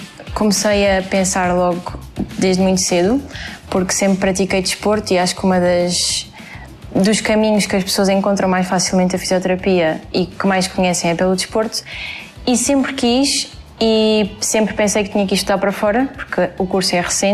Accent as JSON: {"language": "Portuguese", "town": "Faro", "region": "Algarve", "country": "Portugal", "said": "do segundo ano da licenciatura em Fisioterapia. Sou de Faro, tenho 20 anos"}